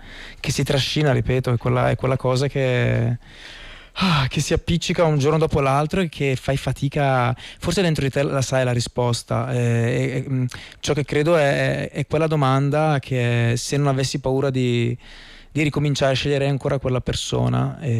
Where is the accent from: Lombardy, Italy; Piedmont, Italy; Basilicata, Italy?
Lombardy, Italy; Brescia; siamo tutti di Brescia